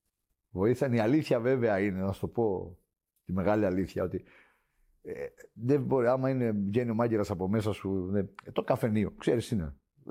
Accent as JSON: {"language": "Greek", "region": "Crete", "country": "Greece"}